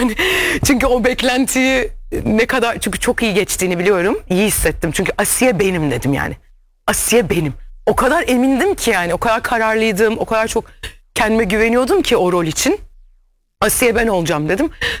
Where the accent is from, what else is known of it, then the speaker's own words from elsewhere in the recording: Black Sea Region, Turkey; Sürmele'de başka, Araklı'da başka, Vakfıkebir'de başka, Akçaabat'ta başka. Hani bambaşka yani, hani Karadeniz canım memleketim yani, o kadar seviyorum ki.